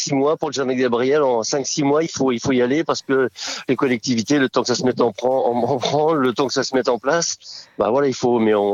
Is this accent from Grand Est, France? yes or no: no; Nouvelle-Aquitaine, France; ce monsieur, il était clarinettiste des balais bancaires chez nous, dans le Poitou.